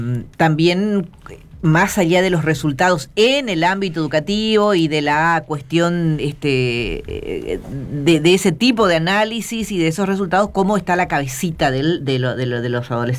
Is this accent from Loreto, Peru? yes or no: yes; Loreto, Peru; Claro, este es Cambridge. Obviously. Yo soy de Loreto.